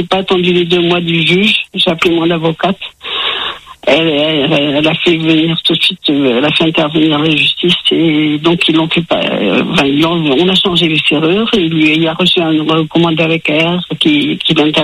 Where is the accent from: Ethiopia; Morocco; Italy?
Italy